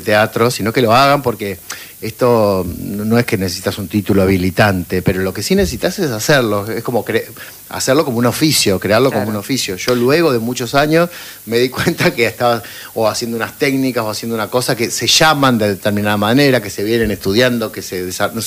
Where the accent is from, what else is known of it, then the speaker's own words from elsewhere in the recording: Gálvez, Santa Fe, Argentina; also born or lived in Junín; Sí, sí, básicamente, básicamente soy de Gálvez, sí.